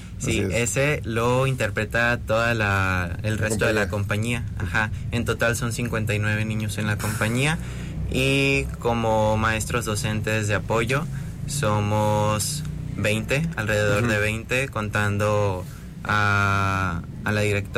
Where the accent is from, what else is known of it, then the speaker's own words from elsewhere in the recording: Tecomán, Colima, Mexico; Yo vengo de Tecomán.